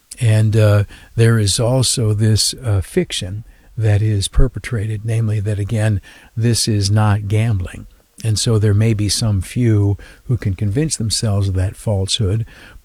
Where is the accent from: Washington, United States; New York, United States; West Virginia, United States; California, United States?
New York, United States; I am a conservative Republican. I'm from the Southern Tier.